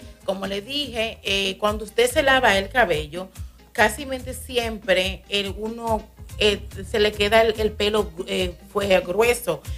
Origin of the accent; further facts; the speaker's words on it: Espaillat, Dominican Republic; Yo soy de Quebrada Honda.